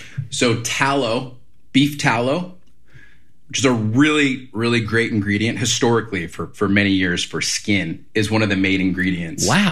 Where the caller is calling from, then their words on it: Cardiff by the Sea, California, United States; I am calling from Cardiff by the Sea, California. It's a small little beach town here in North County, San Diego.